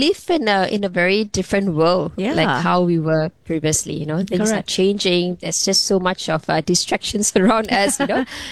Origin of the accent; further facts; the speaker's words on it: Singapore; as a Singaporean, right? You have your own identity, and of course, being an Indian Singaporean